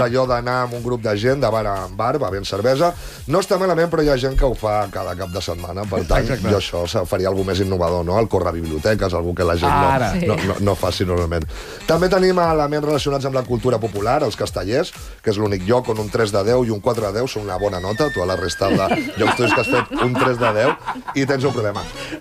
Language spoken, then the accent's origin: Catalan; Molins de Rei, Catalonia, Spain; la festa major del meu poble